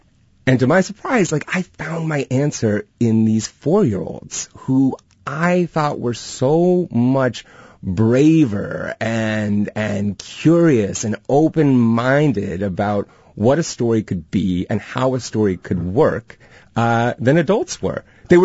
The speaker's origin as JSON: {"language": "English", "region": "California", "country": "United States", "tie": "born or raised there", "said": "I grew up in the Bay Area, and I would come home from school."}